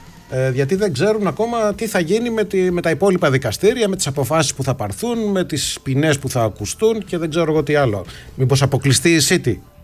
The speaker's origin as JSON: {"language": "Greek", "town": "Heraklion", "region": "Crete", "country": "Greece", "said": "από το Ηράκλειο."}